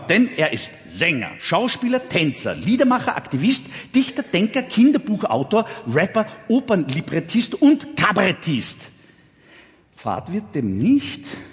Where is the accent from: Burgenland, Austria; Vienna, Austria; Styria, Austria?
Vienna, Austria; Naja, schauen Sie, ich komme aus Wien, der Saal ist bestenfalls eh okay.